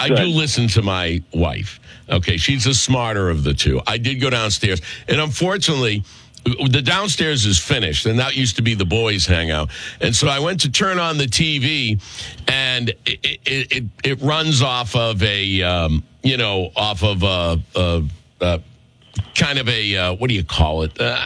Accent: Massachusetts, United States; I grew up in the Burncoat neighborhood, Burncoat Street, that area.

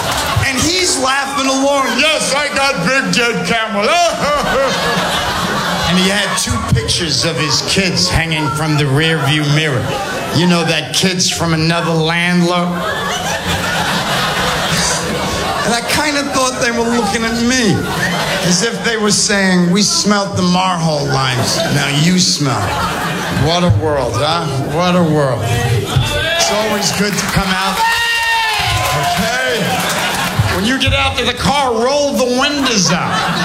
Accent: New York, United States; I'm still a New Yorker.

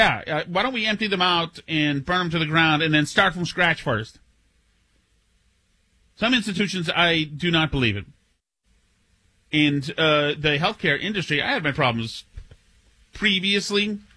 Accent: Winchester, Massachusetts, United States; now in Newburyport, United States; I'm a North Shore guy. I'm from Winchester, and I'm way up here in Jupiter. I'm in Newburyport now.

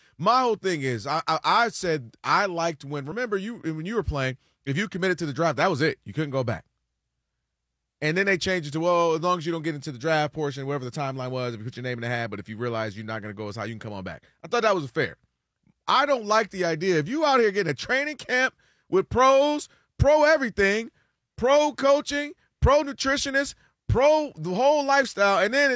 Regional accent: Ann Arbor, Michigan, United States; I'm born and raised in Ann Arbor.

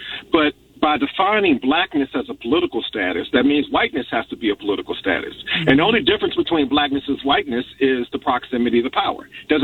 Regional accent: United States

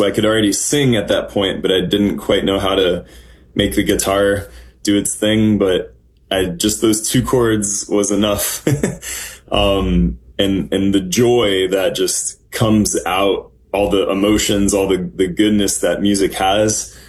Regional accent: Florida, United States; We grew up in Florida

